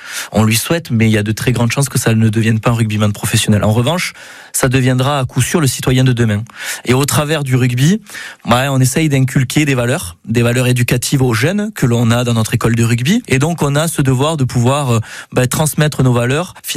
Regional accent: Mende, Occitanie, France; Je suis né à Mende et j'ai vécu sur le Cosse-Méjean. Et donc, quand je vois ici gare Lozère, ça me parle parce que voilà, Lozère, c'est ma terre.

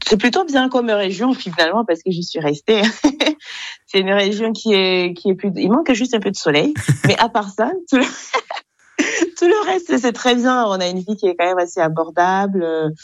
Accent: Kigali, Rwanda; moved away as an adult; now in France; Alors moi je suis née au Rwanda, dans la capitale du Rwanda, Kigali. J'ai été élevée là-bas jusqu'à mes 19 ans. À la fin de mon bac, où je suis venue en France.

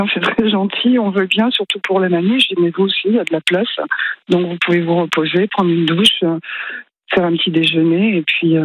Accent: Nouvelle-Aquitaine, France; nous on est du Lot-et-Garonne, mais on a une maison secondaire

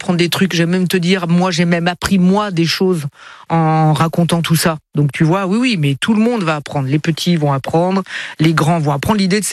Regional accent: Italy; comme on est italien, en Italie, en fait, il y a le Père Noël, comme ici, hein, le 25 décembre, mais on a aussi la Befana

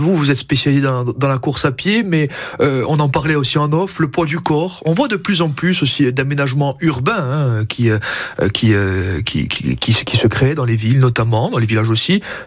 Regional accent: Corsica, France; Chez nous, en Corse

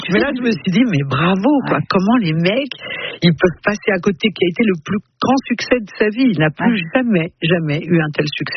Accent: France; Je lui ai dit, oui, je suis française.

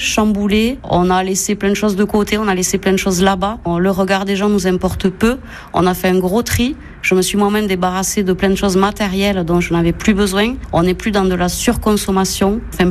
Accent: L'Isle-Jourdain, France; Donc je suis native de l'Île-Jourdain.

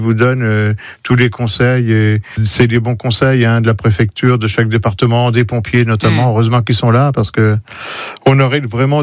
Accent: Centre-Val de Loire, France; et puis chez nous, dans le Berry aussi, dans la Brenne, dans l'Indre.

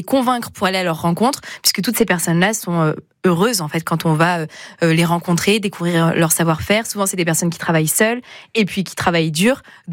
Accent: Auvergne-Rhône-Alpes, France; Oui, je suis auvergnate. Mon papa dirait que je suis bourbonnaise et pas auvergnate.

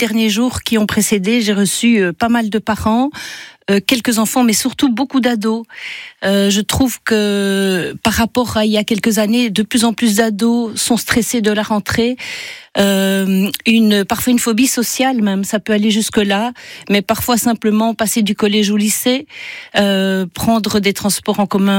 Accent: Belgium; je suis belge

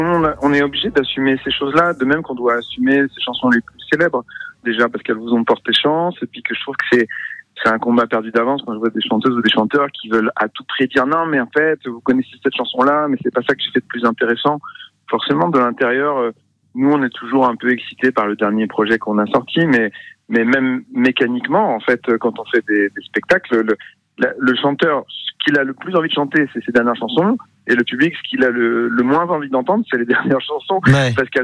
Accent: Évreux, Normandy, France; born there

